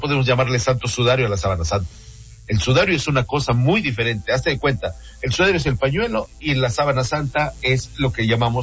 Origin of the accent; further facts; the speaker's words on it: Mexico; yo soy totalmente mariano. Soy mexicano total.